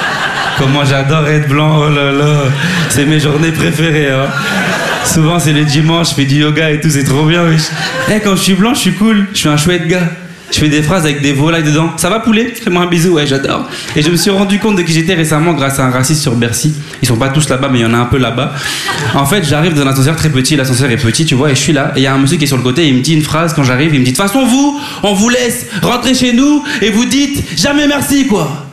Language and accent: French; Bordeaux, Nouvelle-Aquitaine, France; now in Paris, France; Moi, je suis pas d'ici, moi, je suis de Bordeaux. Je découvre Paris petit à petit.